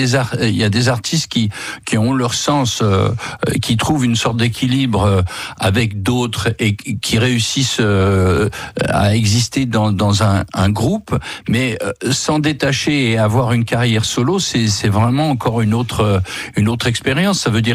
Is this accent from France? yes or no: yes; Grand Est, France; also born or lived in New York, United States; Tu l'as dit dans la présentation, je suis lorrain.